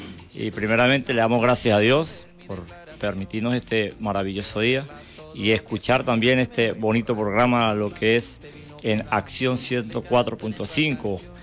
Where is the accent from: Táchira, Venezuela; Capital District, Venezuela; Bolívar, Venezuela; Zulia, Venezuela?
Táchira, Venezuela; Pregonero; lo llevo en la sangre porque soy nativo de Pregonero.